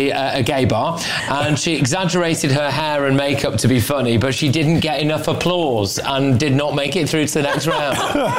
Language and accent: English; United Kingdom; as a Brit